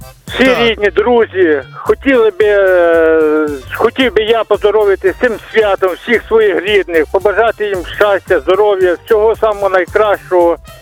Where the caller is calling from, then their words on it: Yarmolyntsi, Khmelnytskyi Oblast, Ukraine; Ми з Хмельницької області, з Ярмолинець.